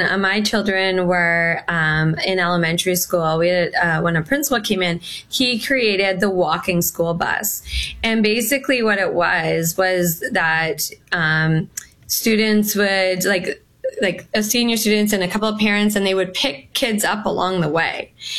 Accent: Sault Ste. Marie, Ontario, Canada; I grew up in Sault Ste. Marie

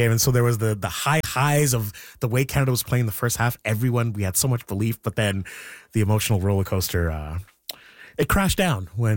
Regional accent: Ghana; I know, like, I'm Ghanaian, so over the last 2 nights, both my teams are out.

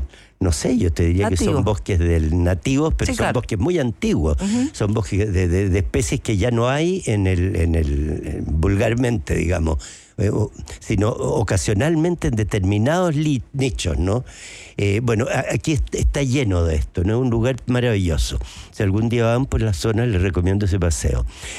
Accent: Chile; Todos somos indígenas los chilenos, somos todos, tenemos sangre indígena. Yo me hice el examen de ADN, qué sé yo, y tengo un 20% más o menos de sangre.

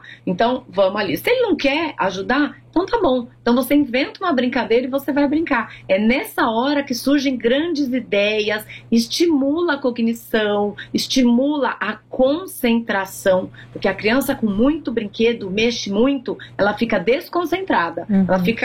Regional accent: Brazil; A gente aqui, como brasileiro, a gente tem muito medo de inverno, né?

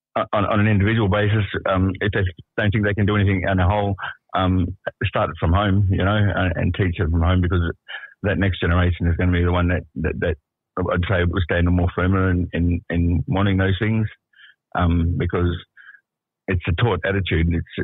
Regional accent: Perth, Western Australia, Australia; I'm from Perth. I'm a Noongar Yamadji man. Grew up here all my life

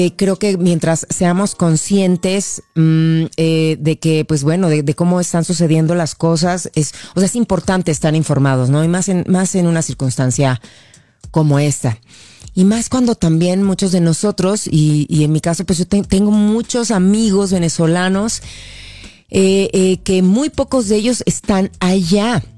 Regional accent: Mexico; Y nosotros, como mexicanos

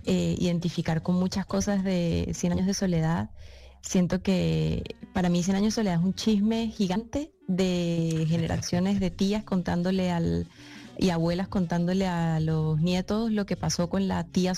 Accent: San Cristóbal, Táchira, Venezuela; accent: more Colombian than Venezuelan; now in Spain; yo soy de San Cristóbal, que es frontera con Colombia, con Cúcuta. Entonces, en Venezuela dicen que los de mi tierra somos más colombianos que venezolanos, porque pues todos los fines de semana yo me iba a Cúcuta, hablo más como colombiana que como venezolana

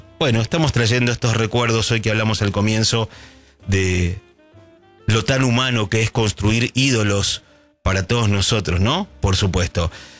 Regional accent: Quilmes, Buenos Aires Province, Argentina; me gusta el programa, soy de Quilmes … me relaja el programa

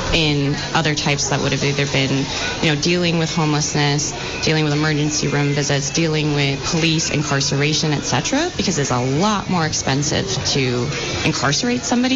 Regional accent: Vermont, United States; I think it's sort of coming from growing up in Vermont

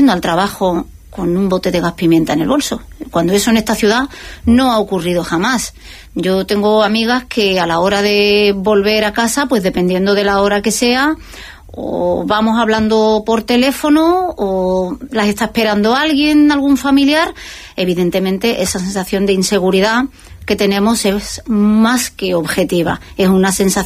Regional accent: Ceuta, Spain; Los ceutíes, que no hemos tenido vacaciones

